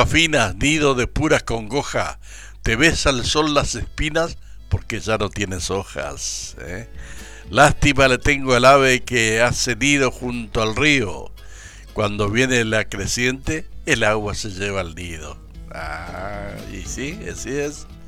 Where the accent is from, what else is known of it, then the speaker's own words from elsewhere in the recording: Tacuarendí, Santa Fe, Argentina; 142 años, mi pueblo Tacuarendí.